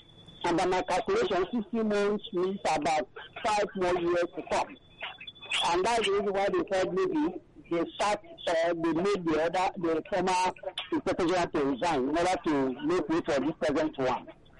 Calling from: Nigeria; I'm calling from Abaranjo, Nikosu.

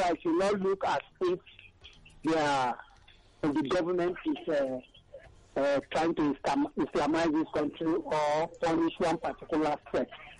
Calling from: Abuja, Federal Capital Territory, Nigeria; I'm calling from Abuja.

